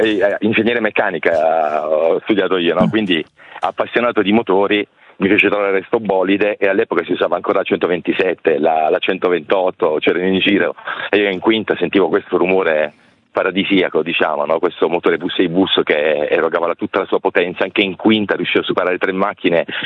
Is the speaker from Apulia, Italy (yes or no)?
yes; Taranto, Apulia, Italy; io sono di Taranto, originario, no?